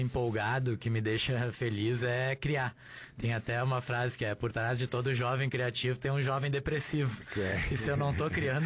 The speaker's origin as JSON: {"language": "Portuguese", "region": "Rio Grande do Sul", "country": "Brazil", "said": "Eu sou um gaúcho, eu ainda sou gaúcha memes, entendeu?"}